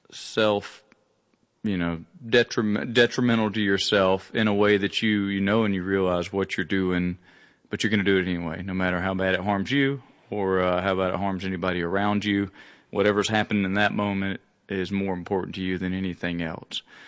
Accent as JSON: {"language": "English", "region": "Alabama", "country": "United States", "tie": "born there", "said": "I was born in Alabama, close to Cheehaw State Park, which is the same, you know, Blue Ridge Mountain system that runs across there."}